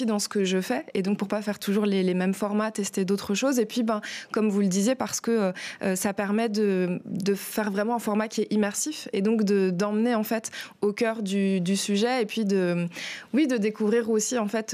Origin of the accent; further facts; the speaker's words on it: Brussels, Brussels-Capital Region, Belgium; Je suis bruxelloise et du coup, c'est vrai que je reste assez bruxello-centrée.